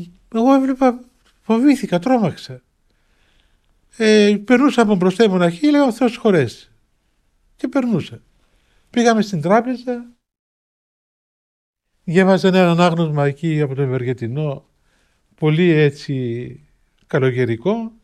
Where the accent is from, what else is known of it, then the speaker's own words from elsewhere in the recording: Cyprus; από πού είσαι, λέω από την Κύπρο γέροντα. Α, από την Κύπρο, λέει. Λέω, ναι, από την Κύπρο.